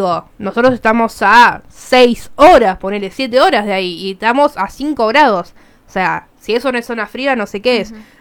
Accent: Argentina; la hipocresía que manejamos como país argentino es increíble

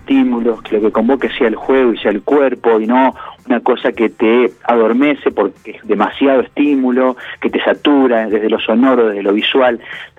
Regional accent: Santa Fe, Argentina; now in Buenos Aires, Argentina; yo, que soy santafesino, pero que vivíamos en aquel momento, y bueno, desde un poco antes vivimos en Buenos Aires los tres

